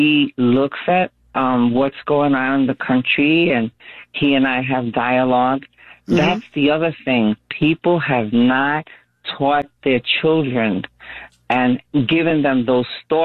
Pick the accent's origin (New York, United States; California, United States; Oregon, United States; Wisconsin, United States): New York, United States; Bronx; I'm a Bronx girl, first of all.